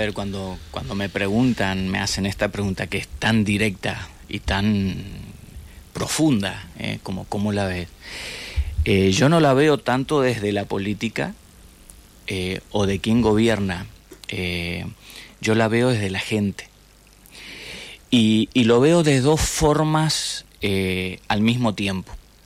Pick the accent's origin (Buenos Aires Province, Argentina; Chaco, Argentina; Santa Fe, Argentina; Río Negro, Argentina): Chaco, Argentina; born or raised there; moved away; also born or lived in Los Angeles, California